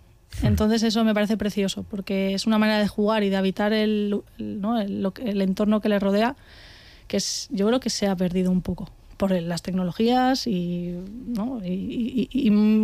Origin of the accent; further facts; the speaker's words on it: Carrión de los Condes, Castile and León, Spain; que yo soy de Carrión también